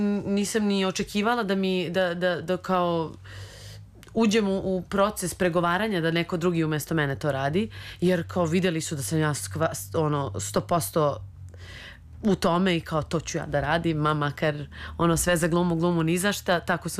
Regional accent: Serbia; ja sam iz Srbije, ja sam odavde, ja sam naša

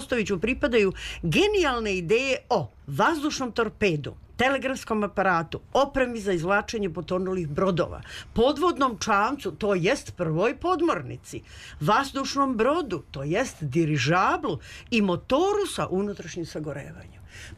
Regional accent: Serbia

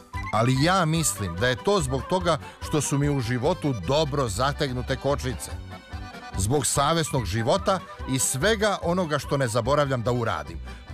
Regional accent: Southern and Eastern Serbia, Serbia; now in Belgrade, Serbia; živim na Zvezdari, a rodom sam iz Negotinske krajine. Nisam zaboravila svoje korene, nisam zaboravila svoje detinjstvo

